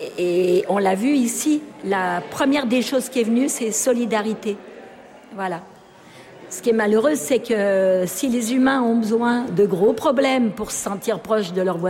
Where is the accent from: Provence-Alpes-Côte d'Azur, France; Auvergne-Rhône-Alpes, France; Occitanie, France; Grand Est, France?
Auvergne-Rhône-Alpes, France; Jonchères; je viens de Jonchère. Derrière, il y a le Prémol qui arrive après, de l'autre côté, sur Bellegarde, où il y a eu le feu à Montlahuc.